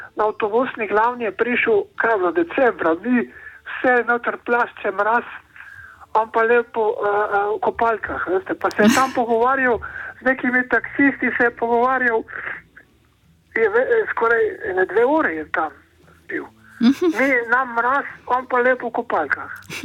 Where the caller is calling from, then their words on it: Koper, Slovenian Littoral, Slovenia; iz Kopra.